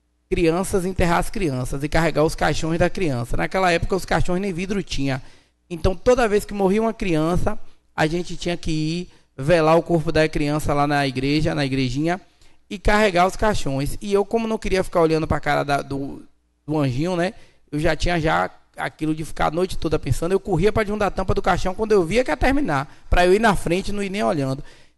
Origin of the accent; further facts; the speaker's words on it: Northeast Region, Brazil; Voto porque sou nordestino, inclusive hoje é dia do nordestino.